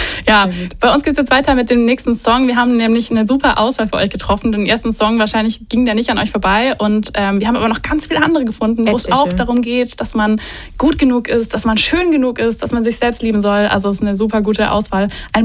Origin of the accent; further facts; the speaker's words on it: Swabia, Germany; ich bin Schwabe